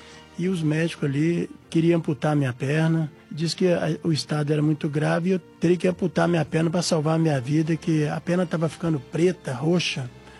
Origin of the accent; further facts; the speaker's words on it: Governador Valadares, Minas Gerais, Brazil; now in São Paulo, Brazil; eu sou mineiro, de Governador Valadares, mas atualmente eu estou morando aqui no Brás